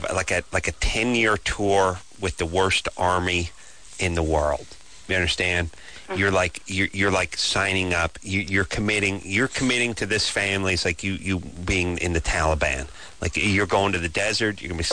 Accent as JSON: {"language": "English", "town": "Los Angeles", "region": "California", "country": "United States", "tie": "born or raised there", "said": "North Hollywood. That's my hometown."}